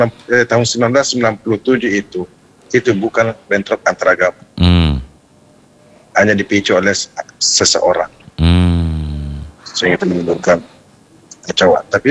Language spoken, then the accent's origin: Indonesian; South Sulawesi, Indonesia; Karena kita memang di sini kita orang Bugis dan suku lain itu saling menghormati, saling menghargai.